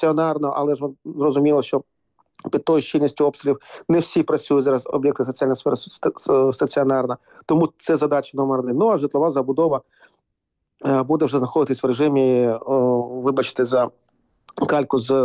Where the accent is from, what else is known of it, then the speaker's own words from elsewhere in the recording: Kharkiv, Kharkiv Oblast, Ukraine; Якщо говорити про мій рідний Харків